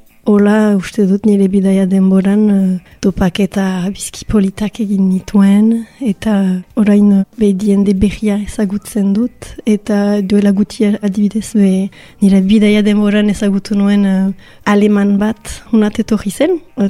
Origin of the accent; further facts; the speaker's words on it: Bayonne, Nouvelle-Aquitaine, France; moved away as an adult; Baionan sortu nintzen eta ogoi urte arte Baionan bizi nintzen. Eta gero nire lehen bidaia handia egin nuen estatu batuetara, oper gisa.